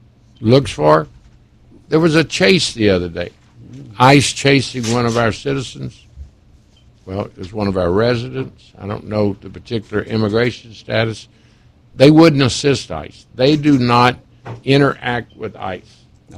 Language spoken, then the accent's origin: English; Houston, Texas, United States; I grew up in Houston. I lived here before 1975.